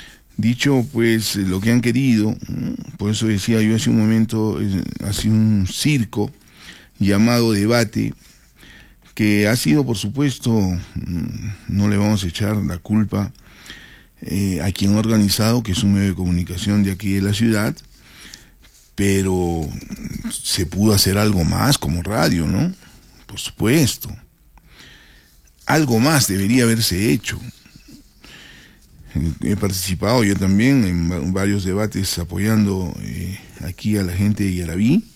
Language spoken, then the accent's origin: Spanish; Arequipa, Peru; nosotros también somos ciudadanos arequipeños